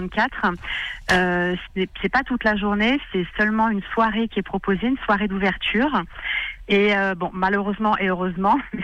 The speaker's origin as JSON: {"language": "French", "town": "Saint-Maximin", "region": "Auvergne-Rhône-Alpes", "country": "France", "tie": "born or raised there", "said": "moi je suis née à Saint-Maximin, donc j'ai le Fort Barreau juste en face de chez moi. Depuis que je suis petite"}